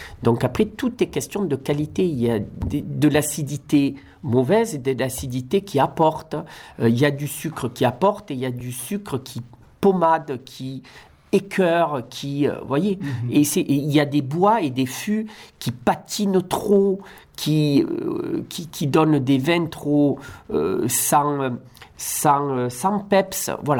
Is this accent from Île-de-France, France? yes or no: no; Provence-Alpes-Côte d'Azur, France; Alors, moi je suis originaire de Camargue.